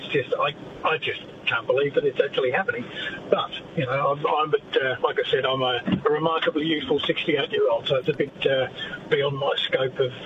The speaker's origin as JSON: {"language": "English", "region": "London", "country": "United Kingdom", "said": "I'm a Londoner, and there was a lot of gear going on sort of back in the 70s."}